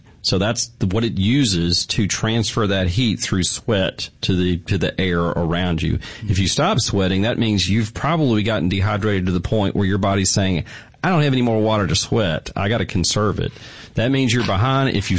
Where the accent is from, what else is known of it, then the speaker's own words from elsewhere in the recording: Mississippi, United States; growing up in Mississippi